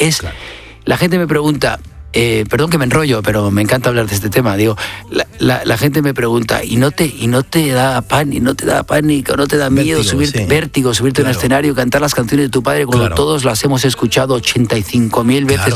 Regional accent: Spain; Ha sido muy difícil intentar hacer un concierto de mi padre en mi país, en España

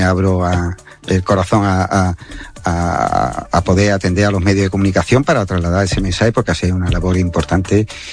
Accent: Jerez de la Frontera, Andalusia, Spain; born there; mi ciudad, donde yo nací, donde vivo, donde estoy criando a mis niños. Creo que Jerez es una ciudad de oportunidades

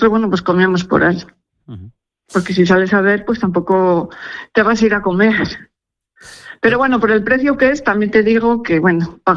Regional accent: Toro, Castile and León, Spain; Yo soy de Zamora, de Toro.

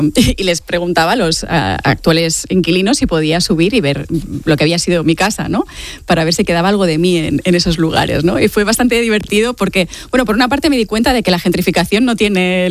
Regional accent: Balearic Islands, Spain; moved away as an adult; now in Barcelona, Spain

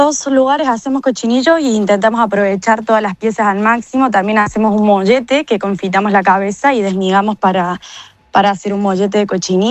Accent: Argentina; Sí, sí, yo soy de Argentina.

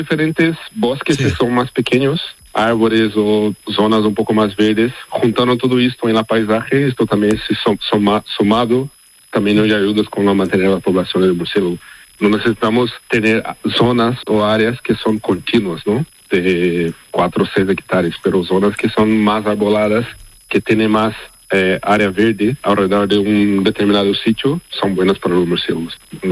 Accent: Brazil; Spanish is a second language; Yo estaba en máster en Brasil, yo soy brasileño.

